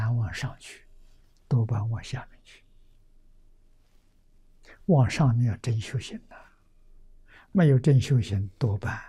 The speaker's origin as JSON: {"language": "Chinese", "country": "China"}